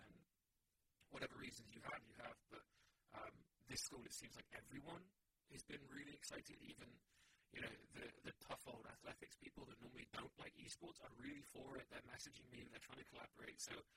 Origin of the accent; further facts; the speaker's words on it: England, United Kingdom; accent: English; moved away as an adult; now in Florida, United States; as you can tell by my accent, I'm English. I don't survive down in the South. It's far too humid for me.